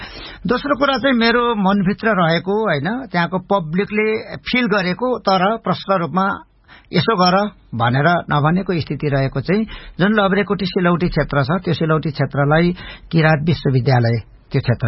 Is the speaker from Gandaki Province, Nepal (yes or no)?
no; Koshi Province, Nepal; छुट्टै राज्य हुँदाखेरि भारत सिक्किम र नेपालको सिमाना जोडिएको ठाउँलाई चाहिँ तीन सिमाना हुन्छ, त्यो मेरो गाउँमा पर्दछ।